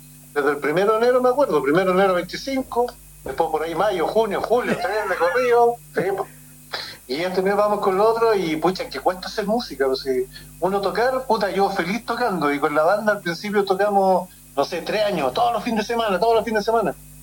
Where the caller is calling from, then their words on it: Villa Alemana, Valparaíso, Chile; Yo soy de Villa Alemana y vengo desde casi Valparaíso, son como 30 kilómetros